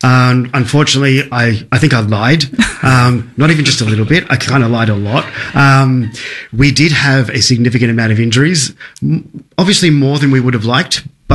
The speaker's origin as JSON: {"language": "English", "town": "Canberra", "region": "Australian Capital Territory", "country": "Australia", "tie": "born or raised there", "said": "growing up in Canberra"}